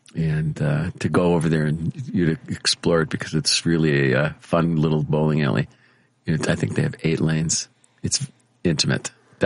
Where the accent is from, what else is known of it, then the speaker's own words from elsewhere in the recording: Illinois, United States; Foster? I grew up on Foster.